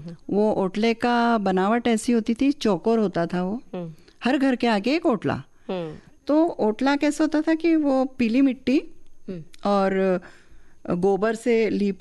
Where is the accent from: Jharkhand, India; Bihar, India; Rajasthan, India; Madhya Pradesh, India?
Madhya Pradesh, India; accent: Malvi; तो चूंकि मैं मालवा से हूँ तो मैंने एक पुस्तक मेरी मालवी बोली मे